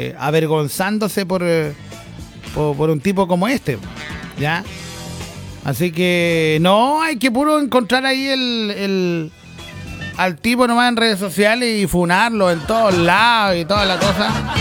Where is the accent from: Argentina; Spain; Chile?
Chile; muchos comentarios de chilenos tratando de decir que no todos somos así, ¿ya? Hay mucha gente diciendo soy chilena y siento mucha vergüenza